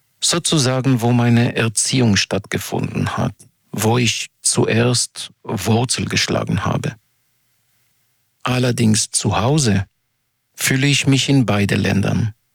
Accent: Israel; moved away; Bei mir zum Beispiel ist meine Heimat Israel. Aber ich habe Israel definitiv freiwillig verlassen

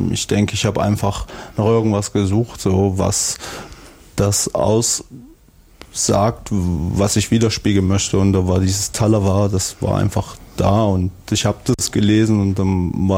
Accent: Erfurt, Thuringia, Germany; Ja, ich bin geboren hier in Erfurt.

